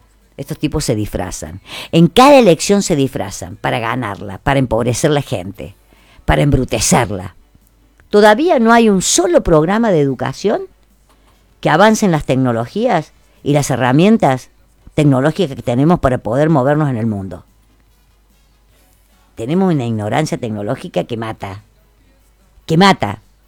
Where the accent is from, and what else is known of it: Argentina